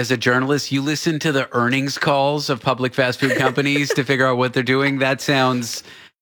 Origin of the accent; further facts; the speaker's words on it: Canada; I'm from Canada. There's a spot called Tim Hortons, which kind of has their more affordable items than other comparable places.